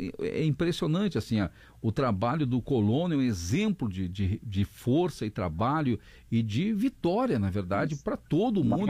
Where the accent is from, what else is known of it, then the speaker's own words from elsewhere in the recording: Flores da Cunha, Rio Grande do Sul, Brazil; Sim, puxa, Flores sou da Cunha, fã.